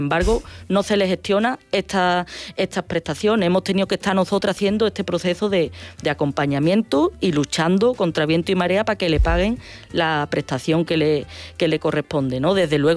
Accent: Escacena del Campo, Andalusia, Spain; en mi pueblo Escacena del Campo nos pasó, ¿no?

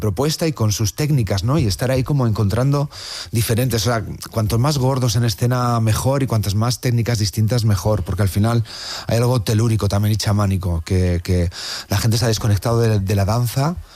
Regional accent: Valladolid, Castile and León, Spain; yo soy de Valladolid, tengo el Museo Nacional de Escultura en mi ciudad, y es algo que está conmigo

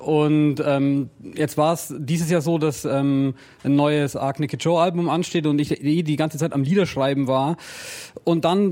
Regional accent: Fischen, Bavaria, Germany; moved away as an adult; now in Nuremberg, Germany; Genau, ich komme aus einem Dorf in der Nähe von Oberstdorf. Fischen heißt es.

